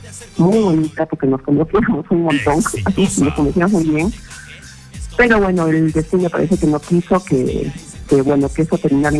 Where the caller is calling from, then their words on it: Puno, Peru; soy uno de Puno.